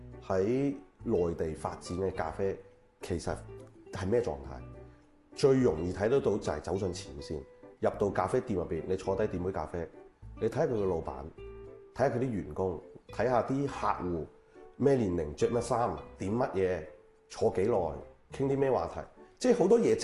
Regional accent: China; 其實呢句嘢咧係呢個品牌轉到落我哋中國人手上之後

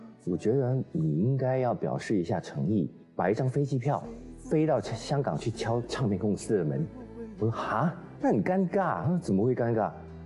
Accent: Singapore; 我是新加坡的

